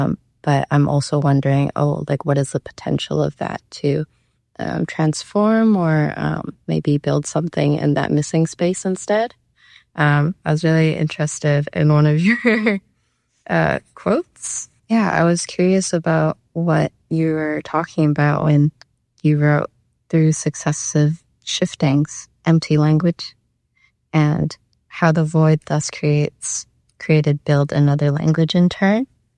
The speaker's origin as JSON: {"language": "English", "country": "Canada", "tie": "born or raised there", "first_language": "Cantonese", "second_language": "English", "said": "because I was born and raised in Canada, but my parents are from Hong Kong, so they both speak Cantonese. I'm the first child as well, so they, yeah, I guess at a very technical level, like Cantonese is my first language"}